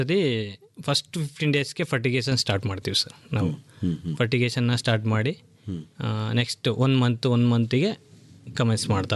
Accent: Ravani, Karnataka, India; ನಮ್ಮ ಊರು ರಾವಣಿ, ಮಳವಳ್ಳಿ ತಾಲೂಕು, ಮಂಡ್ಯ ಜಿಲ್ಲೆ.

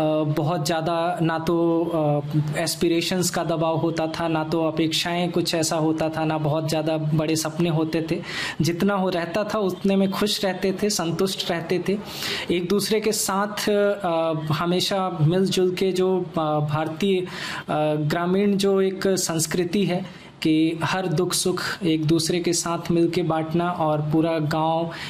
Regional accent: Madwa Dhanawal, Uttar Pradesh, India; देखिए, मैं उत्तर प्रदेश के मिर्ज़ापुर डिस्ट्रिक्ट से बिलोंग करता हूँ, और मेरा जो जन्म स्थान है वो एक गांव पड़ता है मड़वा धनावल, वहाँ पे जन्म हुआ।

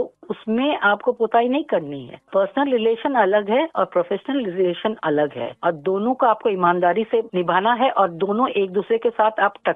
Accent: Port Blair, Andaman and Nicobar Islands, India; moved away; मैं पोर्टब्लेयर से हूँ

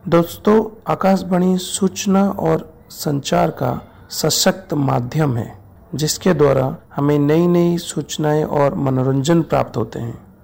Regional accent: Raigarh, Chhattisgarh, India; रायगढ़ का निवासी हूं।

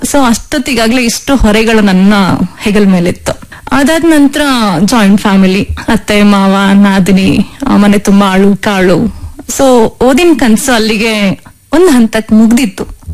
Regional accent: Bengaluru, Karnataka, India; ನಾನ್ ಹುಟ್ಟಿ ಬೆಳೆದಿದ್ದು ಮೂಲತಃ ಬೆಂಗಳೂರು. ನಮ್ ಸ್ವಂತ ಊರು ಬಂದು ಶಿರಾ ತಾಲೂಕಿನ ದ್ವಾರಾಳು ಅನ್ನೋ ಒಂದು ಗ್ರಾಮ.

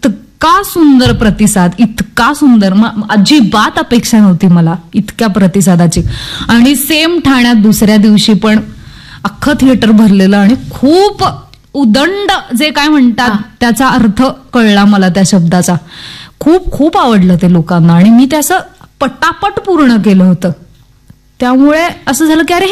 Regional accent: Maharashtra, India; moved away as an adult; एका पन्हाळ्याच्या पायथ्याच्या राहणाऱ्या आईबाबांसाठी

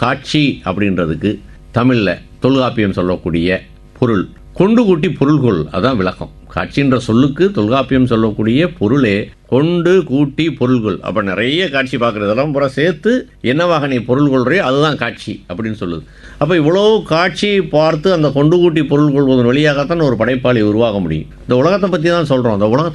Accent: Madurai, Tamil Nadu, India; என்னுடைய சொந்த ஊர் மதுரை.

